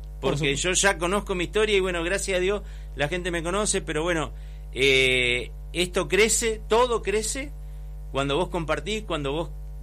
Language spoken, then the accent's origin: Spanish; Cipolletti, Río Negro, Argentina; now in Fernández Oro, Argentina; yo soy nacido y criado en Cipolletti, una ciudad futbolera, pero fierrera, histórica fierrera.